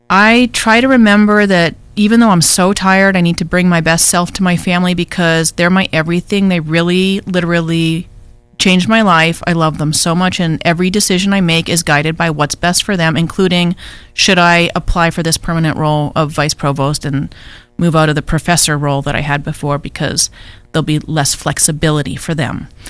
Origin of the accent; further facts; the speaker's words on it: Vancouver, British Columbia, Canada; now in Southern California, United States; That's very different from where I grew up in Vancouver.